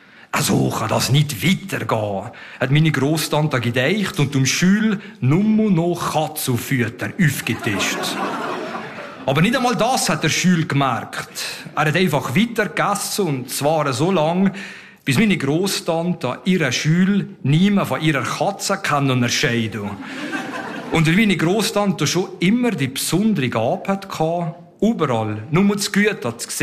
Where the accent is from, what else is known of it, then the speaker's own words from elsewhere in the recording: Leuk, Valais, Switzerland; also born or lived in America; Ich bin aufgewachsen im Kanton Wallis in Leuk. Das ist im Tal, nicht weit von Leukerbad entfernt. Da bin ich aufgewachsen, 20 Jahre da gewohnt und gelebt. Bin nachher ein paar Jahre nach Amerika gegangen